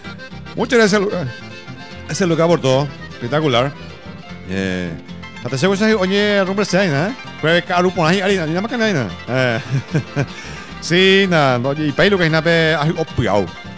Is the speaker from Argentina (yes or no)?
no; Guarambaré, Central, Paraguay; acá de Guarambare.